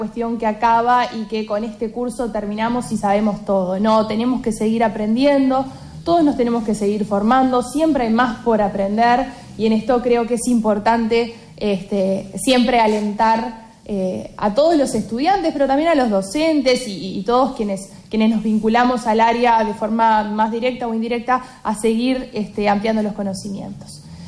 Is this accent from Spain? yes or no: no; Colonia del Sacramento, Colonia, Uruguay; esta generosidad que nos caracteriza a quienes somos de Colonia